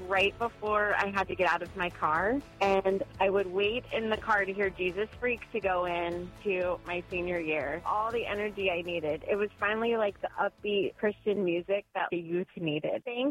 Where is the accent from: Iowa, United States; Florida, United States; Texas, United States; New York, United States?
Florida, United States; Tampa; Born and raised in Tampa, I remember being 6 years old and my mom said, let's go to the mall and meet the DJs for this new Catholic radio station.